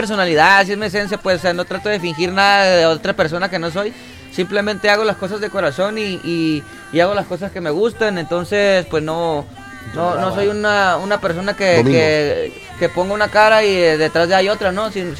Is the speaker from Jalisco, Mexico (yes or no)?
yes; Los Ángeles, Jalisco, Mexico